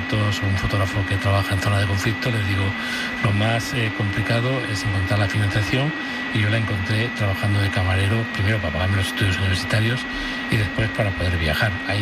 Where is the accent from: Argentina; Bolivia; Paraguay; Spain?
Spain; Córdoba, Andalusia; born there; es mi ciudad natal, uh-huh, Córdoba, que es, como todo el mundo sabe, la ciudad del mundo con más lugares patrimonio de la humanidad.